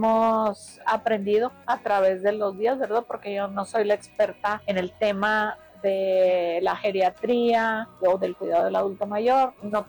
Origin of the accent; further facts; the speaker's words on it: Chihuahua, Mexico; Yo tuve una necesidad y vengo de Chihuahua, traigo a mi madre conmigo